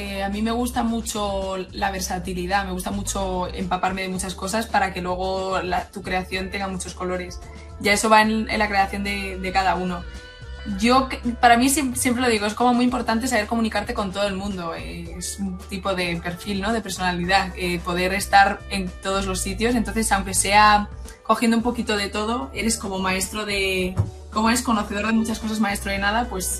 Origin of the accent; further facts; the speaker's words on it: Madrid, Community of Madrid, Spain; also born or lived in Connecticut, United States; es una chica, voy a hacer ahora 23, ahora en mayo, en un par de semanas, de Madrid. Es verdad que no nací en Nueva York, nací en Connecticut, que es el estado de al lado, por una casualidad. Mis padres estaban allí trabajando y me tuvieron allí.